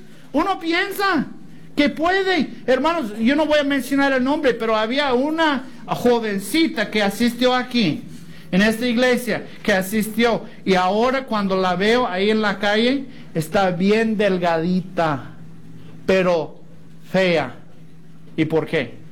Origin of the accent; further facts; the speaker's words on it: United States; moved away; creciendo en los Estados Unidos